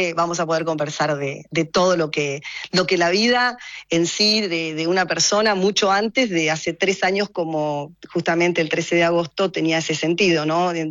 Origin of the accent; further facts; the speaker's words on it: Río Negro, Argentina; Bueno, yo en realidad vengo de la Patagonia, de Río Negro, de familia de laburantes, de mucho trabajo